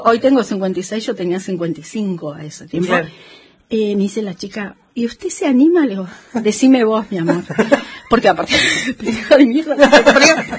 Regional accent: Esquel, Chubut, Argentina; soy la de Esquel.

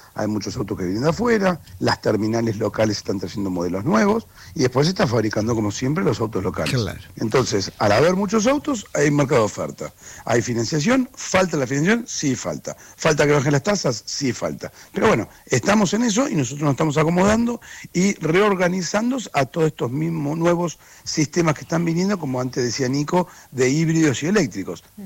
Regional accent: Argentina

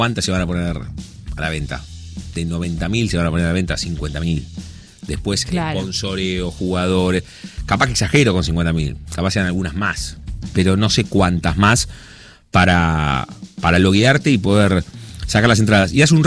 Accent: Argentina; Me interesa como argentino

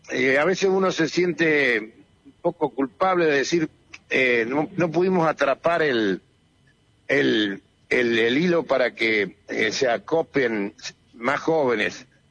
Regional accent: Comodoro Rivadavia, Chubut, Argentina; born there; nací en Comodoro, como vos sabés, como vos también

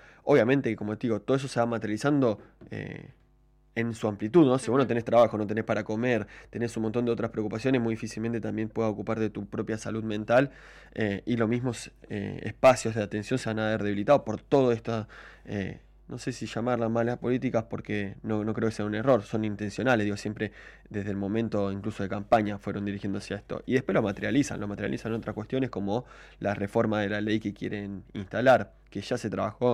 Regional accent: Río Gallegos, Santa Cruz, Argentina; Yo me crié en Santa Cruz y en Río Gallegos particularmente

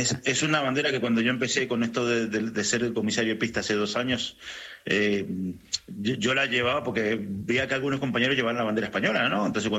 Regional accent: Argentina; moved away as an adult; Los cuatro somos argentinos y nos vinimos en el año 2000, 26 años hace ya que estamos aquí.

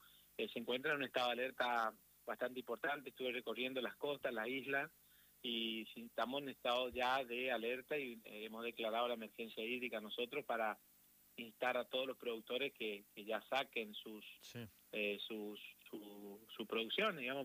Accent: Empedrado, Corrientes, Argentina; Bueno, mi pueblo se encuentra a 58 kilómetros de la capital al sur, digamos, por la costa del río Paraná, se llama Empedrado.

